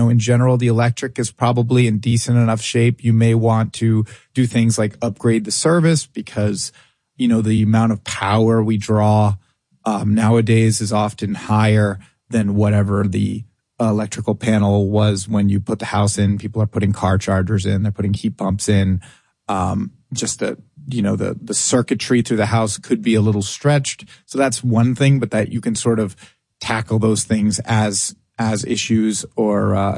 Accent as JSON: {"language": "English", "town": "Atlanta", "region": "Georgia", "country": "United States", "said": "I'm from Atlanta."}